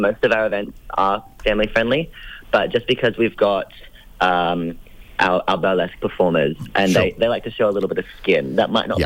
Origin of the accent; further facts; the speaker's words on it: Mackay, Queensland, Australia; I'm from a small town up on the east coast, Mackay, and we don't get drag.